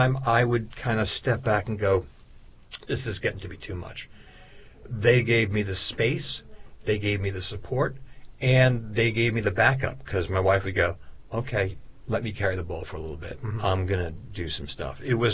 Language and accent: English; Long Island, New York, United States; growing up on Long Island, we used to have so many bookstores that went away.